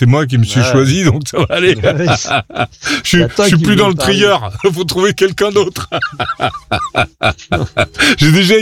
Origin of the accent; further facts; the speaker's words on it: Coutances, Normandy, France; je suis de Normandie. Et le mec, il dit, ah bon? Vous êtes de Normandie? Vous êtes d'où ça? De Coutances.